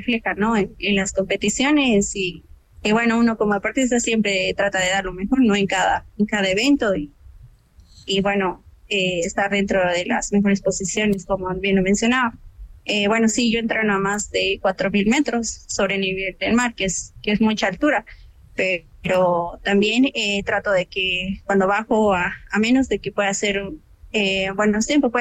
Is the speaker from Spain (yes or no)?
no; Bolivia